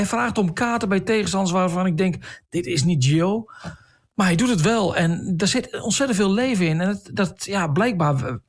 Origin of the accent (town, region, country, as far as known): Netherlands